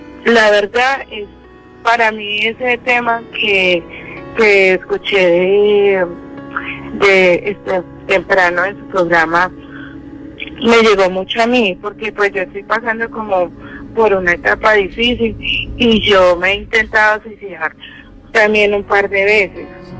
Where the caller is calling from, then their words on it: Pereira, Risaralda, Colombia; yo soy de Pereira